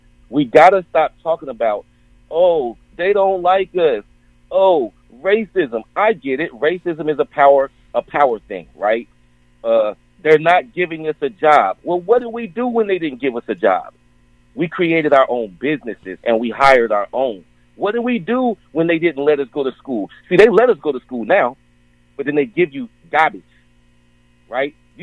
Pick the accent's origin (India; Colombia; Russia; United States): United States; how I grew up in America